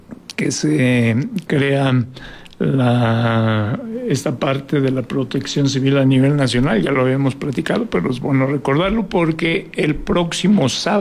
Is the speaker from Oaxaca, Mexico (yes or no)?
no; Mexico City, Mexico; now in Durango, Mexico; yo soy de la Ciudad de México, ya estoy mucho tiempo aquí